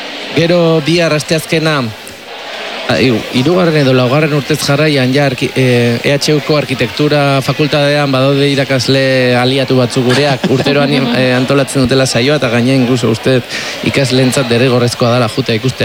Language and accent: Basque; San Sebastián, Basque Country, Spain; Eben, ni Donostiarra naiz, eta impotentzia hondiarekin bizidet